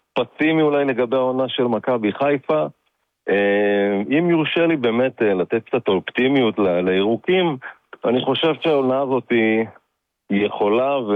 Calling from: Ariel, West Bank, Palestine; אני מאריאל.

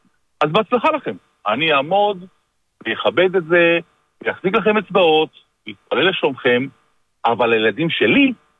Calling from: Jezreel Valley, Northern District, Israel; אני מהצפון, עמק ישראל.

